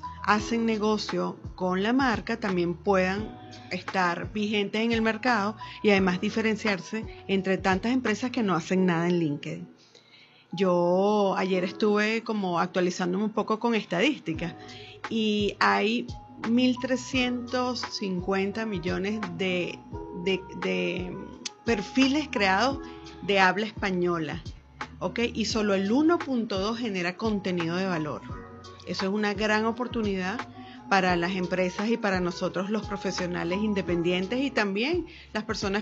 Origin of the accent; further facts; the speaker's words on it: Venezuela; y nosotros como venezolanos tenemos una gran oportunidad de ahí de destacar